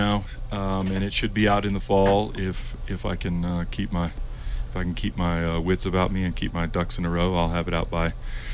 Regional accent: Longmont, Colorado, United States; I'm from Longmont, Colorado, and came down here to compete in the Telluride Troubadour competition.

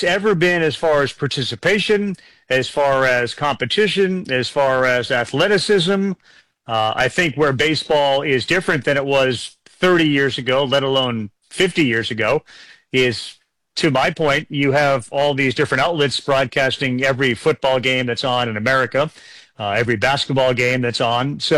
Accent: New England, United States; now in Connecticut, United States; I grew up in New England, and I was a Patriots fan

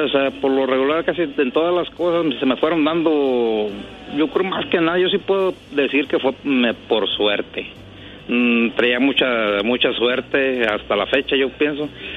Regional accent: Tingambato, Michoacán, Mexico; moved away as an adult; now in Camp Verde, Arizona, United States; Se llama un pueblito en Michoacán, se llama Tingambato. Está entre Pátzcuaro y Uruapan.

